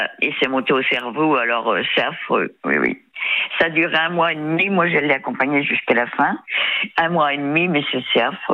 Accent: Saint-Nazaire, Pays de la Loire, France; Oui, voilà, Saint-Nazaire, oui.

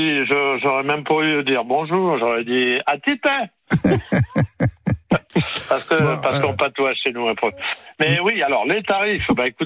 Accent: Normandy, France; On est normand, nous.

